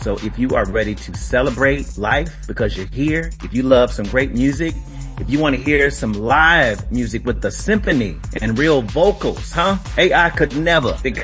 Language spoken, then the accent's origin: English; Gary, Indiana, United States; Well, I'm originally from Gary, Indiana. And that is the hometown